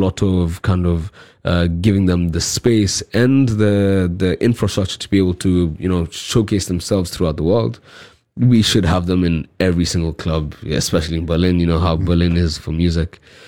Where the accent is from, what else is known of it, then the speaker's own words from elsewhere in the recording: Kenya; also born or lived in Brighton, United Kingdom; I studied architecture, that was my main thing in Brighton, but then I'm originally from Kenya. That's where my whole heritage is from, and that's where I live currently.